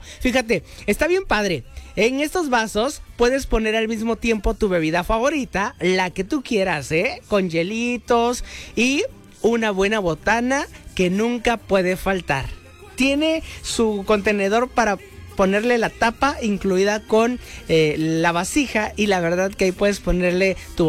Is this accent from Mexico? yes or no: yes; Mexico; somos mexicanos, orgullosamente mexicanos.